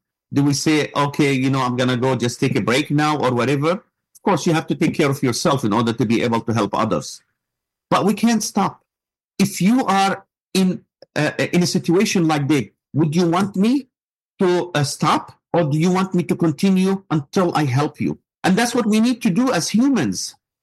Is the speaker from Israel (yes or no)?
no; Palestine; moved away as an adult; now in United States; I'm an American Palestinian. I still have family there.